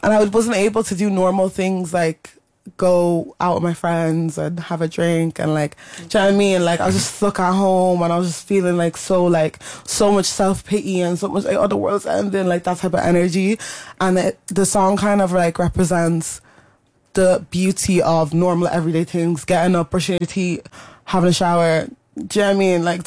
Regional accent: Ireland; I'm Irish. I'm Irish. I'm one of you.

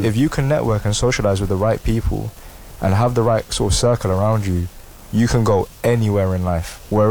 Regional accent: Luton, East of England, United Kingdom; When people find out from Luton, they sort of have that negative sort of look at me.

